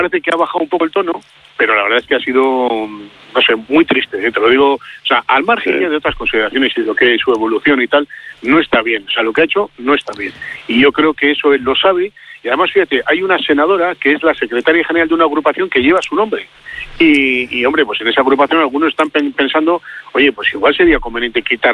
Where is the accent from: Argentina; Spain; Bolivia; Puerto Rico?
Spain; Basque Country; Y los que somos vascos, bueno, nosotros tres que estamos aquí hablando y los que nos están escuchando, sabemos que aquí en Euskadi ha habido mucho dolor